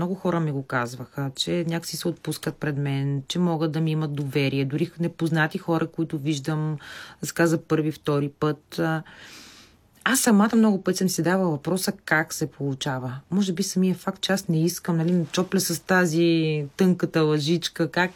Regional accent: Pernik, Pernik Province, Bulgaria; also born or lived in Sofia; Това е родния град на фестивал Арт Будилник, освен и моя.

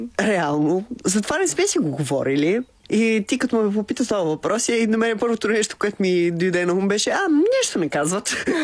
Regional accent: Kyustendil, Kyustendil Province, Bulgaria; also born or lived in Paris, France; Аз съм роден реално в Париж. Да, мама и тата там са се запознали и двамата са българи. И аз там съм роден. Живял съм много малко, една година. И след това сме се върнали отново в България. Иначе съм израснал в Кюстендил.

